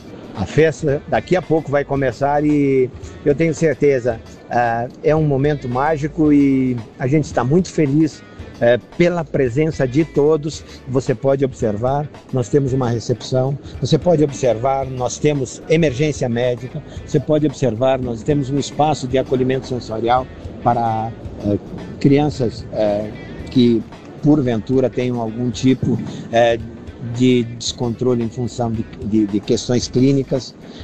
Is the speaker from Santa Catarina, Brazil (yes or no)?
yes; Chapecó, Santa Catarina, Brazil; sou de Chapecó, Santa Catarina.